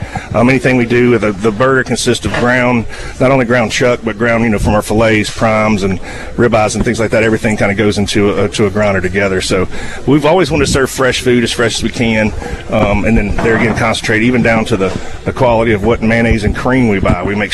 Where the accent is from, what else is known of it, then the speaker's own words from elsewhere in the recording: Hattiesburg, Mississippi, United States; it's my hometown, it's my alma mater